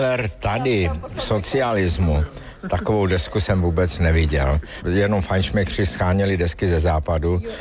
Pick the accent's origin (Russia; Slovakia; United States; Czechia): Slovakia; tu pop music … a já jsem ze Slovenska, tak to byly ještě z slovenské taneční písně